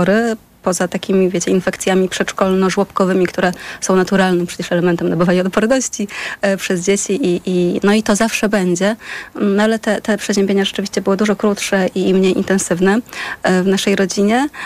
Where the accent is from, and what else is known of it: Janowiec nad Wisłą, Lublin Voivodeship, Poland; born or raised there